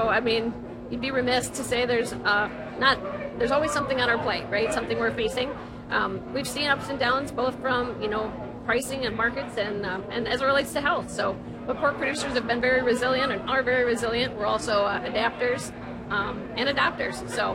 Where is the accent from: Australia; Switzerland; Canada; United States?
United States; Chatfield, Minnesota